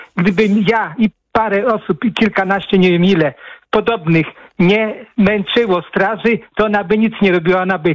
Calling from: Płock, Masovian Voivodeship, Poland; Ja dzwonię z Płocka, miasto przemysłowe średniej wielkości.

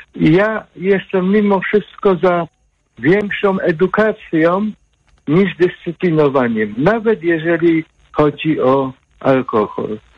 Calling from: Katowice, Silesian Voivodeship, Poland; Witam serdecznie, dzwonię z Katowic.

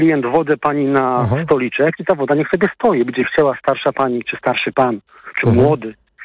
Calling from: Malbork, Pomeranian Voivodeship, Poland; Bo ja mieszkam w Malborku, często jeżdżę do Gdańska

